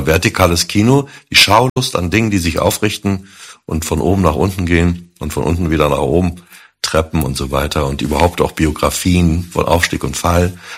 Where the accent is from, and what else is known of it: Berlin, Germany